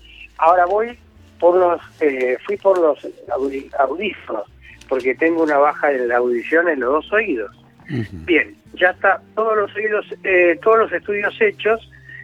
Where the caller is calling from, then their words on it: Quilmes, Buenos Aires Province, Argentina; de Quilmes.